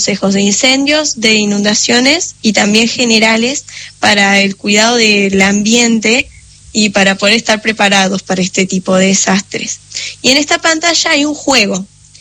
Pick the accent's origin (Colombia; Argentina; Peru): Argentina; Villa Carlos Paz, Córdoba; yo soy de Carlos Paz y vivo muy cerca de lo que sería la ruta Córdoba. Uh-huh. Entonces, veo muy, muy de cerca los incendios forestales desde que soy muy chiquita.